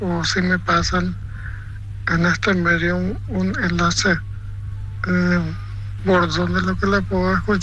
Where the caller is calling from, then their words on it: Pedro Juan Caballero, Amambay, Paraguay; de Pedro Juan.